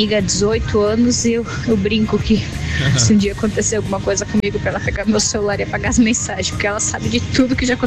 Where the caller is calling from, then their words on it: Blumenau, Santa Catarina, Brazil; sou de Blumenau.